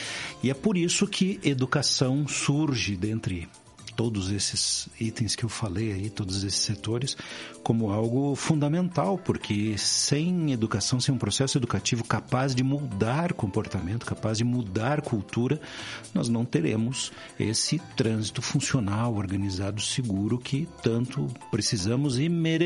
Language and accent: Portuguese; Rio Grande do Sul, Brazil; moved away; Eu estou no 6.0, um vínculo muito forte com Rádio AM. E sou natural do Rio Grande do Sul, onde o rádio tem uma força cultural muito significativa, né?